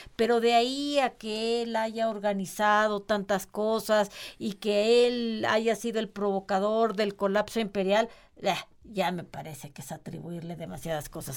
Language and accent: Spanish; Mexico; nosotros como mexicanos somos este sincretismo